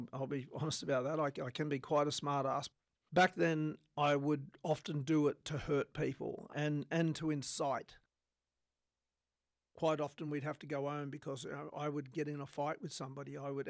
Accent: Wilcannia, New South Wales, Australia; born or raised there

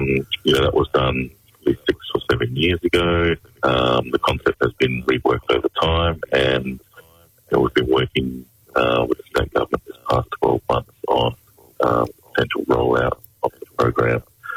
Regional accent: Broome, Western Australia, Australia; I'm originally from Broome and have connections to Yaru at the Yarra Country.

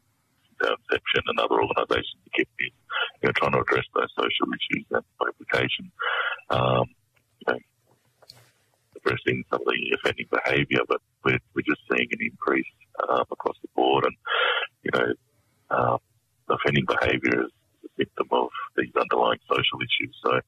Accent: Broome, Western Australia, Australia; I'm the CEO of Cred Enterprises, the organisation based in Broome. I'm originally from Broome and have connections to Nauru and Dawidjawa country.

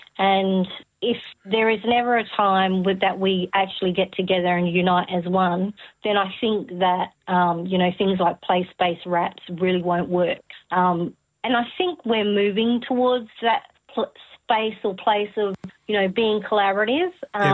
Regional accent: Western Australia, Australia; so we classify ourselves as Mirninga.

